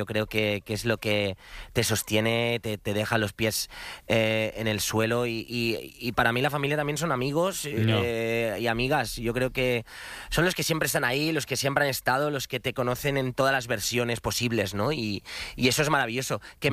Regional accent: Sant Feliu de Llobregat, Catalonia, Spain; Desde San Feliu de Llobregat, mi pueblo, sí.

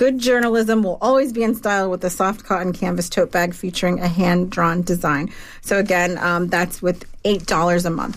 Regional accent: Hamden, Connecticut, United States; born or raised there

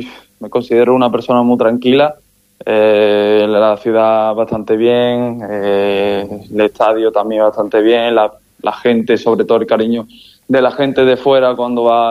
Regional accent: Huelva, Andalusia, Spain; also born or lived in Galicia / Burgos / Madrid / León; now in Ávila, Spain; es diferente a de donde yo vengo, de Huelva, por el tema de tiempo, de playa, pero he estado en Galicia, he estado en Burgos. He estado también viviendo en Madrid

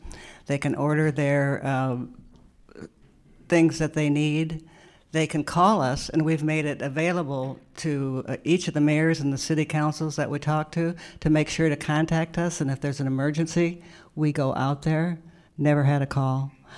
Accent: Lexington, Illinois, United States; I grew up here in Lexington

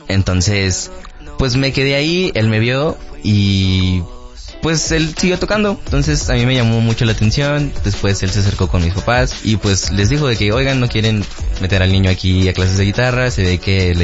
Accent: Saltillo, Coahuila, Mexico; Y para mí fue como que, o sea, pues yo también soy de Saltillo, ¿sabes?

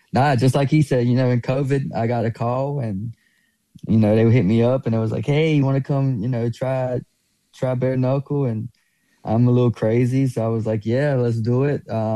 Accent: Pembroke, North Carolina, United States; I grew up in Pembroke, North Carolina. It's pretty rough. It's still rough. You know, it's a place where everybody knows everybody.

